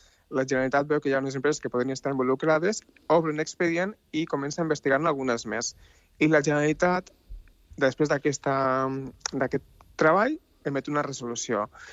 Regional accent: Tarragona, Catalonia, Spain; now in Basque Country, Spain

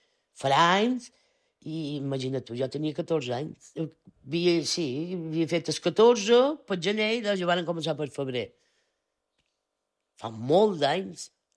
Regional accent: Bunyola, Balearic Islands, Spain; I del Baleares vam venir allà on jo volia anar, en el Bunyola. Jo som molt de Bunyola.

